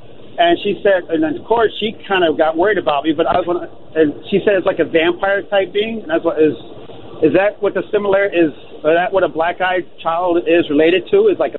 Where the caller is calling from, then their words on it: Lake Villa, Illinois, United States; from Lake Villa.